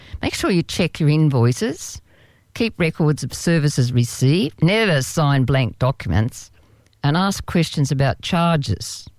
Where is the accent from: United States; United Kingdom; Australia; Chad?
Australia; So being an Australian taxpayer, I get pretty annoyed